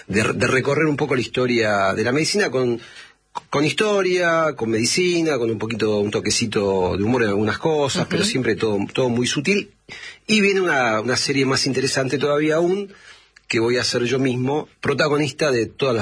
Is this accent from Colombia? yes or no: no; Argentina; Bueno, somos creativos los argentinos.